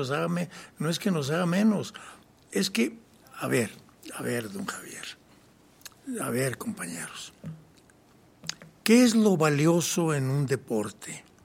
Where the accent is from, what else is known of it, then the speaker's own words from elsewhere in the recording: Mexico; yo como mexicano